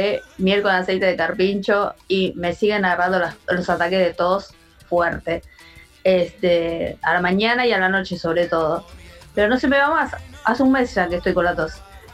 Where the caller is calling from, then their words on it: Lomas del Mirador, Buenos Aires Province, Argentina; de Lomas del Mirador